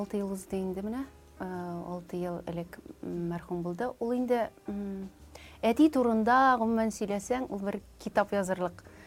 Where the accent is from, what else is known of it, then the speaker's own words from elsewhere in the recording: Oly Chakmak, Tatarstan, Russia; also born or lived in Chulpy, Aznakayevsky District; Мин үзем Мөслим районы Олы Чакмак авылында үстем, әтием шул яктан, ләкин инде тумышым белән әнинең туган ягы Азнакай районы Чолпы авылында.